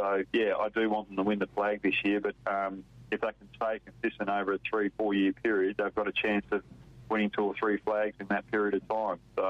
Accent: Australia; You know, as an Australian, you're upset

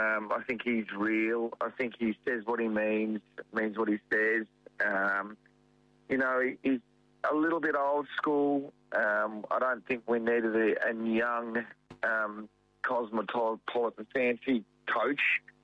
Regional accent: Penguin, Tasmania, Australia; They played in my hometown of Penguin a couple of weeks ago.

